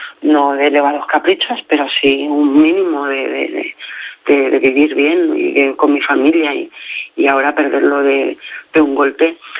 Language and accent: Spanish; Valencian Community, Spain; Nosotros somos valencianos.